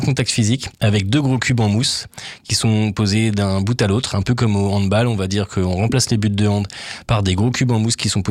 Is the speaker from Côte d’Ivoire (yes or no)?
no; Reims, Grand Est, France; moved away as an adult; also born or lived in Lille; Reims, c'est ma terre natale.